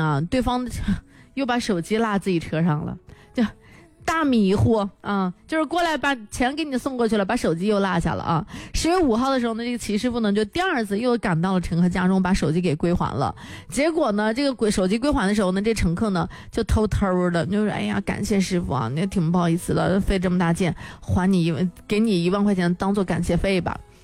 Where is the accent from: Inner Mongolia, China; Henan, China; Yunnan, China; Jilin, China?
Henan, China; 俺们河南人啊，这个河南老乡儿啊